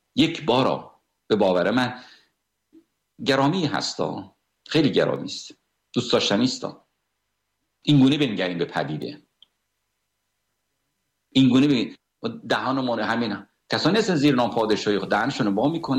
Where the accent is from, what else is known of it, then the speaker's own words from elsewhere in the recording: Iran; moved away; در بیرون از ایران ما یک ملت هستیم، یک کشور بزرگی هستیم